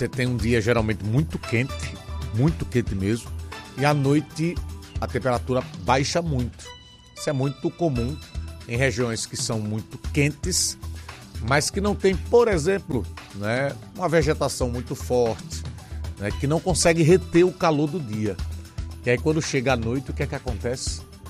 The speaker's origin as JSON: {"language": "Portuguese", "town": "Maceió", "region": "Alagoas", "country": "Brazil", "tie": "born there", "said": "Se eu pudesse escolher qualquer lugar do mundo para nascer, eu escolheria Maceió de novo. Eu amo a minha terra."}